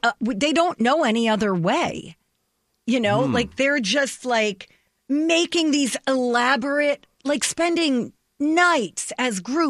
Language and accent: English; East Coast, United States; I grew up on the East Coast, and the way they throw parties on the East Coast versus the Midwest is just mind-blowing.